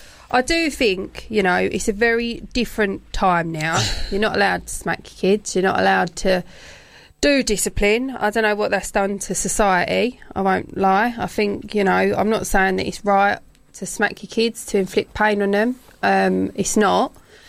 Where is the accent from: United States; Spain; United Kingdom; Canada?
United Kingdom; Gravesend, South East England; I'm from Gravesend.